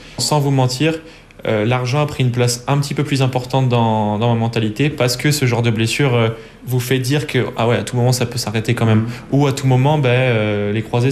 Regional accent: France; moved away

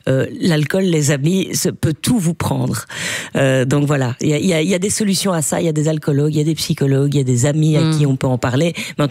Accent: Charleroi, Wallonia, Belgium; Maintenant, je le clame, je le crie haut et fort. Je suis fière de ma ville. Je suis fière de venir de là.

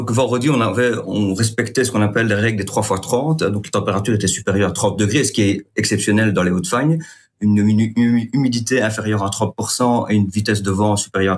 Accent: Belgium; et chez nous en Belgique, on n'a rien du tout

